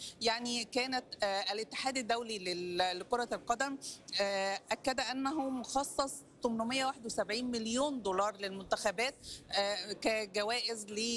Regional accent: Egypt

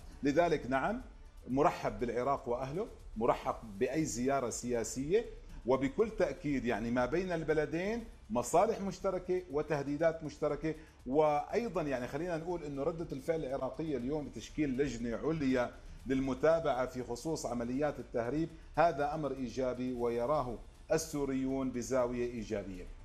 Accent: Syria; ما نقدر نحن كسوريين إلا نكون عاطفيين.

